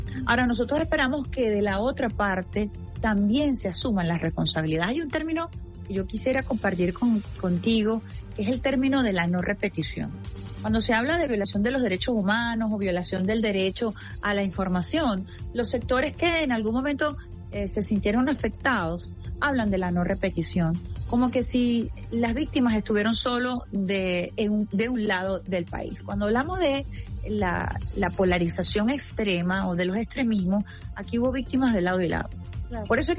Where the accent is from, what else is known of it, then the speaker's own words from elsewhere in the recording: Venezuela; nosotros tenemos que plantearnos como venezolanos y venezolanas